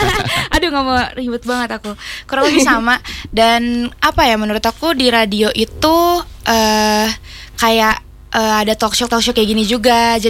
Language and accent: Indonesian; Jakarta, Indonesia; Aku dari Jakarta.